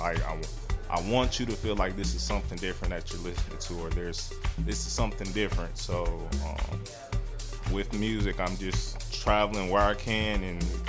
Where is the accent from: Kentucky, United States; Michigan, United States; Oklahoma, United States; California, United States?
Michigan, United States; Flint; moved away as an adult; also born or lived in Phoenix, Arizona; I'm born and raised in Flint, Michigan. Just recently relocated back to the area from Phoenix, Arizona